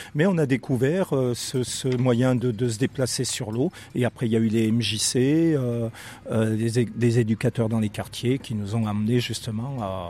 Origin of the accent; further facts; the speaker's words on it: Saint-Étienne, Auvergne-Rhône-Alpes, France; now in La Franqui, France; Moi, je viens de Saint-Etienne